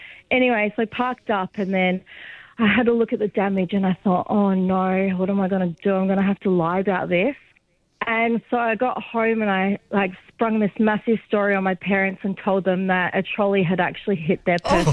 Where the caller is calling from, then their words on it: Australia; I just got my P licence because obviously I'm Australian.